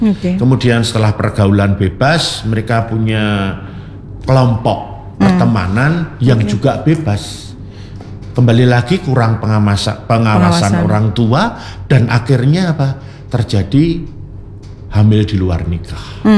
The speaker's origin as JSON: {"language": "Indonesian", "town": "Surakarta", "region": "Central Java", "country": "Indonesia", "said": "Kalau kami warga Kemlayan"}